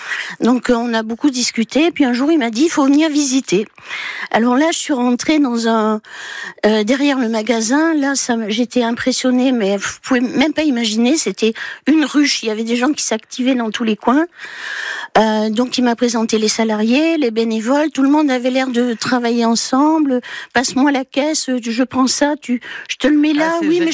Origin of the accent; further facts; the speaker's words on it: Occitanie, France; Et moi, je suis du Lot aussi, je suis du Haut-Quercy, juste au bord de la Dordogne, en fait, la limite de la Corrèze.